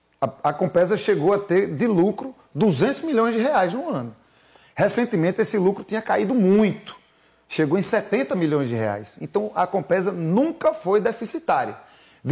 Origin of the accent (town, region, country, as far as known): Recife, Pernambuco, Brazil